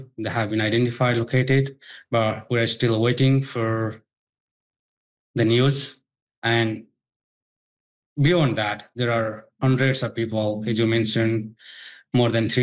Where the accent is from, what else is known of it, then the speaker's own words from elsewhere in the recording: Nepal; this is happening in real time in Nepal, in my home country.